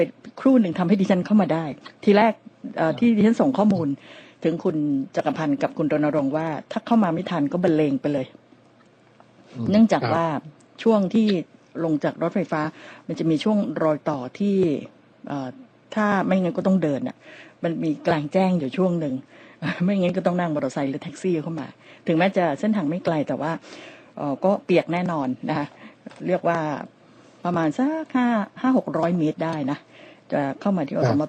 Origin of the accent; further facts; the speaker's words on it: Bangkok, Thailand; สำหรับเราชาวกรุงเทพมหานครคนเดินดินกินข้าวแกงนี่น้อยนักที่จะไม่เคยนั่งรถเมล์